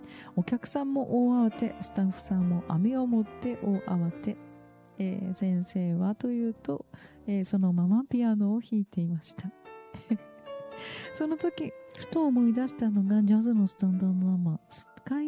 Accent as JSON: {"language": "Japanese", "town": "Kesennuma", "region": "Miyagi", "country": "Japan", "tie": "born or raised there", "moved": "yes", "said": "今週は久しぶりに私のふるさとでもあります気仙沼に行ってまいりました"}